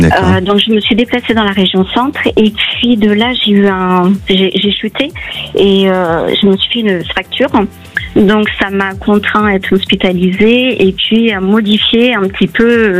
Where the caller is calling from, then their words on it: South-West France, France; moi je réside dans le sud-ouest.